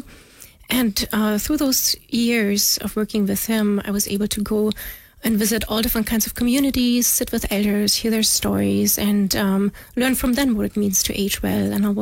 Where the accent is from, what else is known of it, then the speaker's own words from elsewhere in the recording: East Germany, Germany; now in Alaska, United States; I was born and raised in East Germany, and that was under the communist regime.